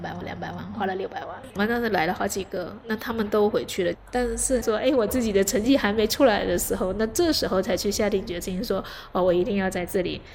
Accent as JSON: {"language": "Chinese", "region": "Fujian", "country": "China", "said": "然后而且我从福建来的，很喜欢吃新鲜，不喜欢冰冻的啊"}